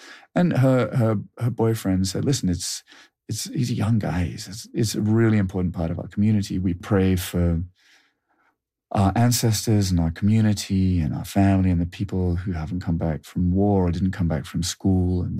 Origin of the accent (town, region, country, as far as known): United Kingdom